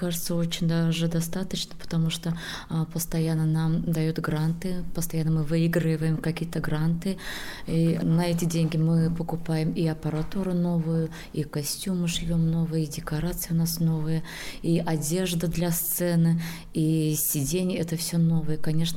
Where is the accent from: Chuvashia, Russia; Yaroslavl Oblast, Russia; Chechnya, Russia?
Chuvashia, Russia; У нас ни один праздник не проходит без песен чувашских, без танцев.